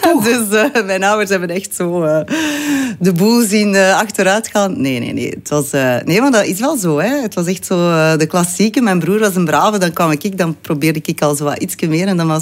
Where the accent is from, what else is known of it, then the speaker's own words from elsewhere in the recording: Ostend, Flanders, Belgium; born there; Ik ben geboren in Oostende, aan het Zeetje. Dus een echte West-Vlaamse. Ik ben opgegroeid